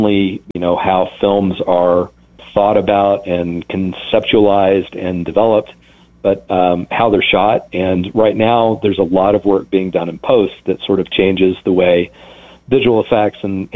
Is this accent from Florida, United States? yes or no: no; New Mexico, United States; I grew up in New Mexico